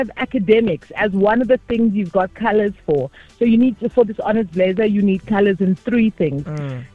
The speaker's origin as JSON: {"language": "English", "town": "Potchefstroom", "region": "North West", "country": "South Africa", "tie": "born there", "moved": "yes", "lives_now": "Westville, South Africa"}